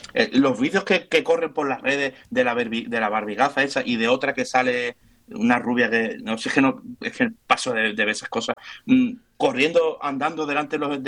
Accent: Ceuta, Spain; Ya no como ceutí

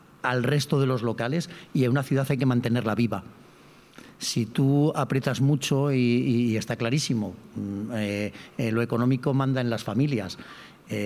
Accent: León, Castile and León, Spain; now in Villajoyosa, Spain; Yo soy de León. Fantástico. Pero llevo 33 años aquí en Villajoyosa.

